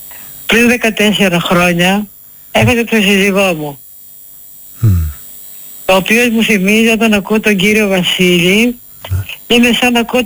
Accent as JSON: {"language": "Greek", "region": "Western Greece", "country": "Greece", "lives_now": "Patras, Greece", "said": "Λοιπόν, η καταγωγή μου είναι από την Ηλία, αλλά μένω στην Πάτρα."}